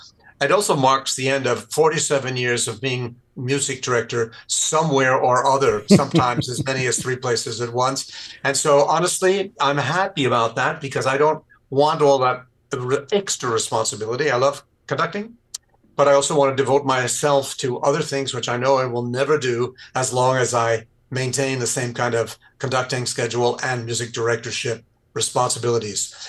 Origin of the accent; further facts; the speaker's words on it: New York City, New York, United States; I grew up in New York City in his great years.